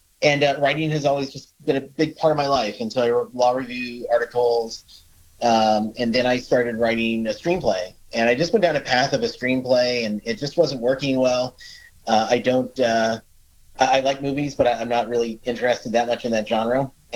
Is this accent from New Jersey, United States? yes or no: no; Fairfield, Connecticut, United States; moved away as an adult; I grew up in Fairfield, Connecticut, a great college town. I went to Fairfield Prep and played football and lacrosse there, and then went to Notre Dame.